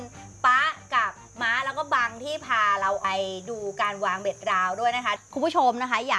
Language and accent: Thai; Southern Thailand, Thailand; ไม่ได้เราเป็นคนใต้